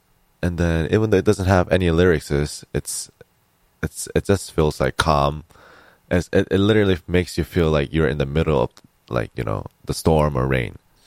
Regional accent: South Korea; English is a second language; moved away as an adult; now in United States; I am originally from South Korea, but I am now in the United States as an international student

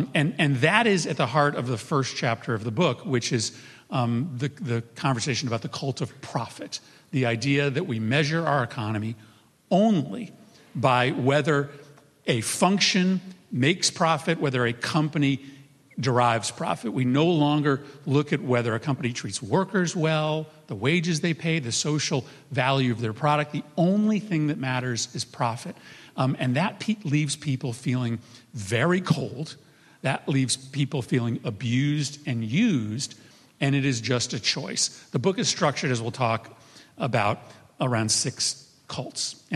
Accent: United States; as an American

